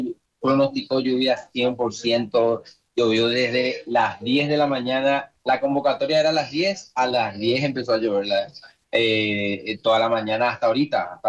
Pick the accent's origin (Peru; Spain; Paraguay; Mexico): Paraguay; now in New York, United States; un orgullo para nosotros como paraguayos representar.